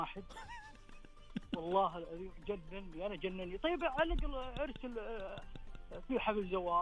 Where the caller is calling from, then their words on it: Al-Qassim, Saudi Arabia; من القصيم